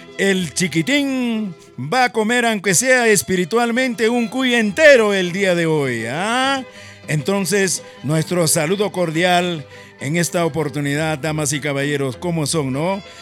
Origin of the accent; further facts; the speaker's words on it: Ancash, Peru; Somos lugareños, somos del Callejón de Huayla, somos entre Collahuasi, entre Huaripampa y Olleros.